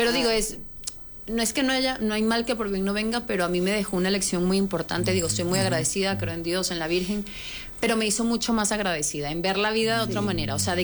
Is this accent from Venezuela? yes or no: yes; Venezuela; moved away as an adult; now in Miami, United States; ya la situación en mi país, Venezuela, empezó a ponerse muy fea. Claro. Y mis papás como que, oye, mira, prefiero que te quedes allá y sigas creciendo con tus sueños, porque aquí la situación está muy difícil. Decido quedarme en Miami